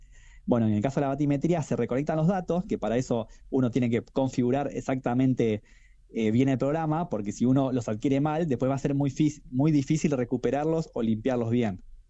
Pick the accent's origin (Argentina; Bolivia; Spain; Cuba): Argentina; La Plata, Buenos Aires Province; Bueno, yo soy platense, estudié en La Plata